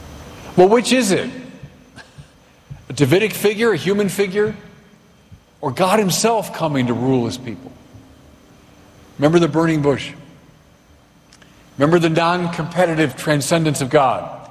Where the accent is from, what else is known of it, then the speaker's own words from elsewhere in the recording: Chicago, Illinois, United States; I'm from Chicago.